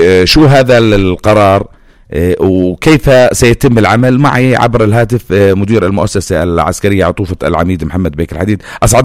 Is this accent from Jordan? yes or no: yes; Jordan; احنا كشعب اردني